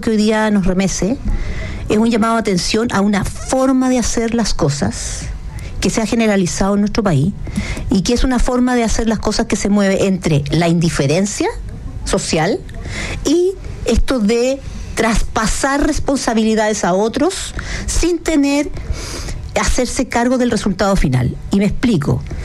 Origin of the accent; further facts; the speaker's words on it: Chile; Yo creo que como chilenos podemos tener miles de desacuerdos políticos